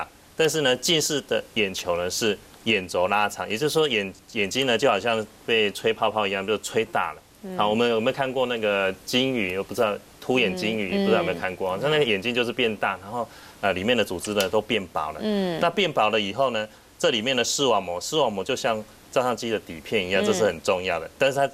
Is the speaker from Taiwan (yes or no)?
yes; Taiwan; 那我们台湾人呢，的体质跟西方人比较起来呢，有一些差异哈